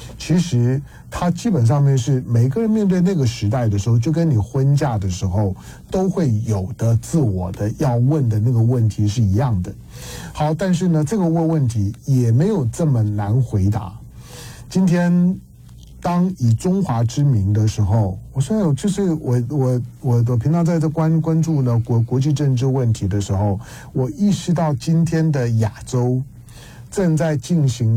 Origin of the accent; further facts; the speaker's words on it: Taiwan; born there; 我都说我是一个在台湾出生的中国人，我是一个在台湾出生的统派